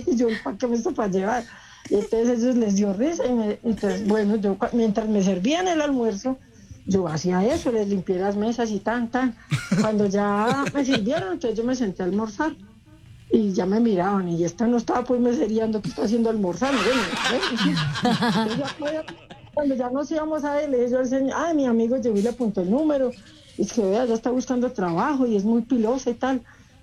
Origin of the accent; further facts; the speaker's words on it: Manizales, Caldas, Colombia; Yo soy de Manizales, Caldas. La ciudad.